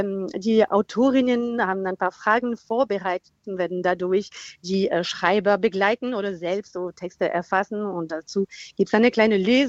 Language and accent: German; France; Ja, erstmal bin ich Französin.